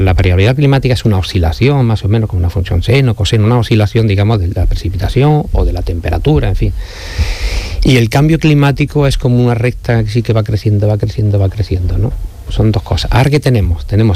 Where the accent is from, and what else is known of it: Andalusia, Spain